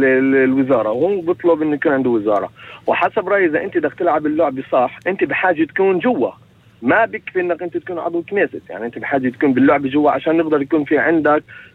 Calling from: Nazareth, Northern District, Israel; بحكي معك مستمع من الناصر.

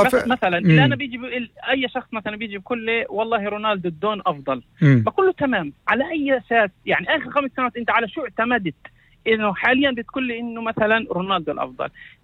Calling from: Triangle, Israel; من منطقة المثلث.

